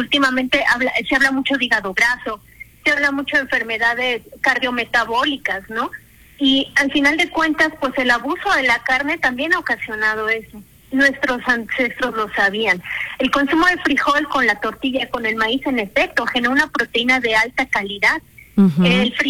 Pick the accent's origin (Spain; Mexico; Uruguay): Mexico; representa nuestra identidad como mexicanos.